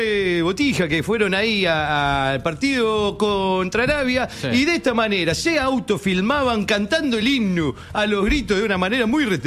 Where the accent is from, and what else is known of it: Uruguay